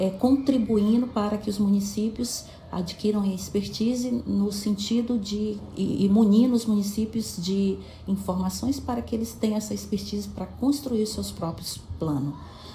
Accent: Atalaia do Norte, Amazonas, Brazil; born there; moved away as an adult; also born or lived in Tabatinga; aqui da cidade de Tabatinga. É minha cidade do coração, mas eu nasci no pelotão militar de Estirão do Equador, numa casa de palha, com paxiúba, à beira do rio Javari. Eu sou, como é que se diz? Eu sou do município de Atalaia do Norte, né? Sendo que eu da região de Atalaia do Norte, do rio Javari.

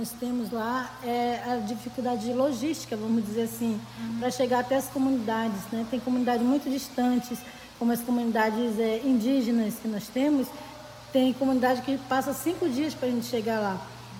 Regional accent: Jutaí, Amazonas, Brazil

